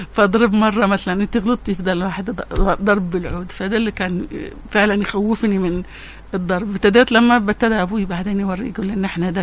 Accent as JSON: {"language": "Arabic", "country": "Yemen", "second_language": "Arabic", "said": "فكنا نقوم، كنت أقوم أنا قول يمنية، في واحدة سودانية، واحد تقوم فلسطينية تقول فلسطينية، فكان أنت يمنية كلامش مش باين أنا يمني"}